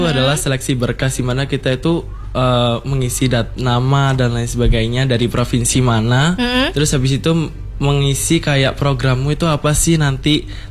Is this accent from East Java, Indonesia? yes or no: yes; East Java, Indonesia; Dan saya dari Jawa Timur. Sebenarnya yang dari Jawa Timur itu banyak, tapi salah satunya saya gitu.